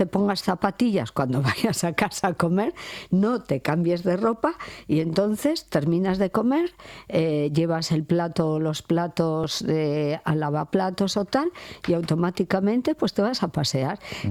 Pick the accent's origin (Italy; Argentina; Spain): Spain; Santurtzi, Basque Country; aquí una santurchiarra.